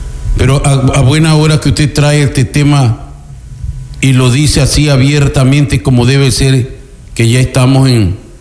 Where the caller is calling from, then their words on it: Santa Elena, Ecuador; aquí en la provincia de Santa Elena